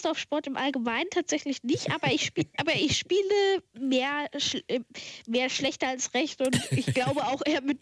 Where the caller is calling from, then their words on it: Hanover, Lower Saxony, Germany; Ich komme aus Hannover und rufe auch von dort gerade an.